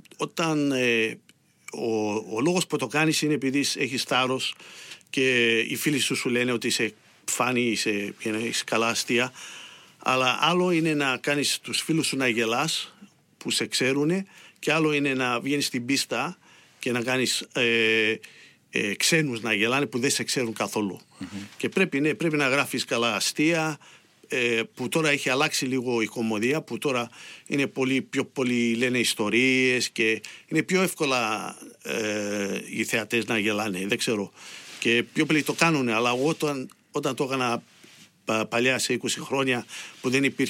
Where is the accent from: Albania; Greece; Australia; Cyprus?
Australia; Brunswick, Victoria